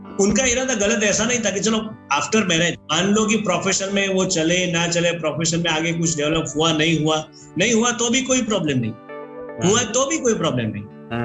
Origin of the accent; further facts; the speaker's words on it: Gujarat, India; अभी मैं वहां पे, अभी मेरे मम्मी पापा जो है वो भी कच्छ भुज, सुना होगा गांधीधाम